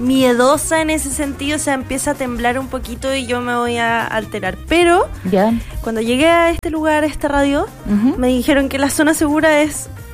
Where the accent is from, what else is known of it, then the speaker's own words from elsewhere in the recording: Aysén, Chile; moved away; yo soy de Aysén, allá también hacíamos evacuaciones como generales de toda la ciudad